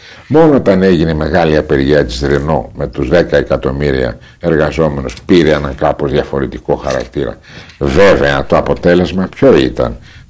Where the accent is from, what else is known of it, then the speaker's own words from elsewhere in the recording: Greece; Το έχουμε ζήσει σαν Έλληνες